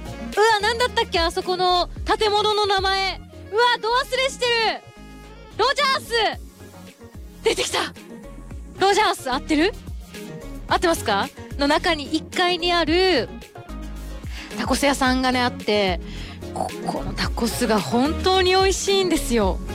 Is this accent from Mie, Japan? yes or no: no; Okinawa, Japan; moved away; 沖縄出身のあの…です